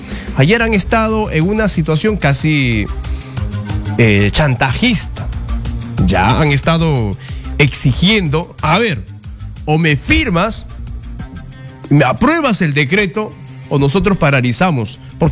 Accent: Peru

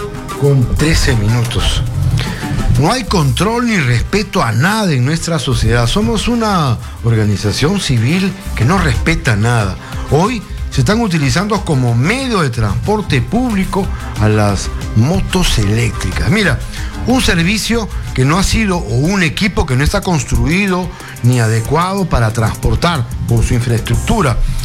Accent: Peru

